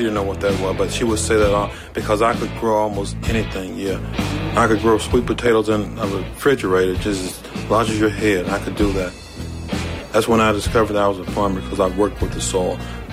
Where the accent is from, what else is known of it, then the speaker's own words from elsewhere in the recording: Mississippi, United States; I was born in Mississippi in Sunflower County. We lived on property owned by whites, and this is what we did. We went to the fields.